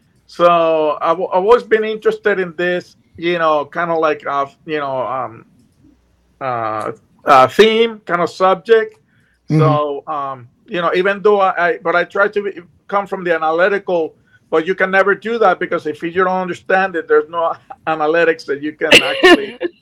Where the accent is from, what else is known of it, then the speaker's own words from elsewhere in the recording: Puerto Rico; moved away; I grew up in Puerto Rico and I grew up in a farm. And we used to have cows.